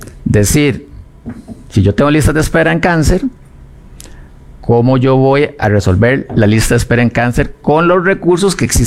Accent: Costa Rica; somos todos costarricenses.

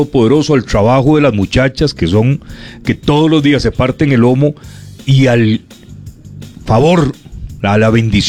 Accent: Guadalupe, San José, Costa Rica; born there; Ya estamos en Guadalupe, que ahí nacimos, en Guadalupe, Goicochea.

